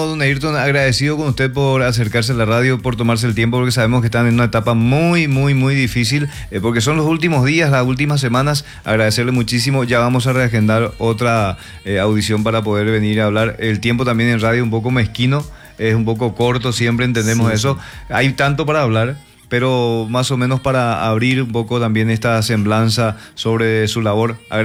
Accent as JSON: {"language": "Spanish", "country": "Paraguay", "said": "de nuestra estructura como paraguayos a nivel sociedad."}